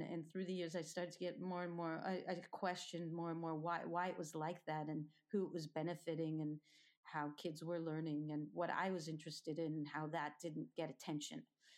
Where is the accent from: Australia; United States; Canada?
Canada; Toronto, Ontario; also born or lived in Berlin; I was born in Toronto, in a suburb, and I went to Jewish parochial school, so that's like half day Hebrew, half day English, and I was not very happy about it.